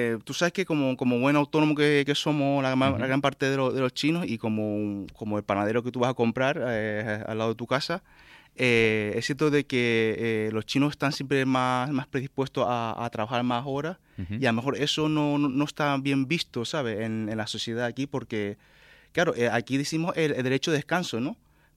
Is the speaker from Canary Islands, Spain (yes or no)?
yes; Canary Islands, Spain; born there; uno, quieras o no, tiene su entorno de gente aquí, uh-huh, Canarias, y ha estudiado aquí.